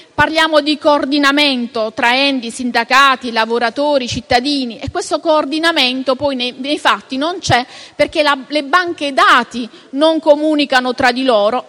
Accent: Borgo Mezzanone, Apulia, Italy; io vengo dal territorio del Borgo Mezzanone, quindi viviamo nel pieno di questo

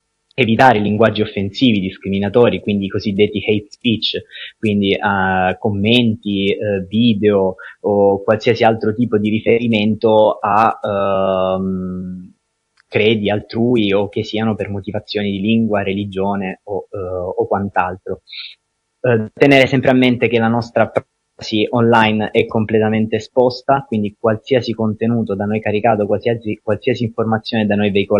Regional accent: Lecce, Apulia, Italy; Buongiorno a tutti, grazie Saida … ho 21 anni, vengo da Lecce e attualmente studio Scienze Politiche e Relazioni Internazionali all'Università del Salento.

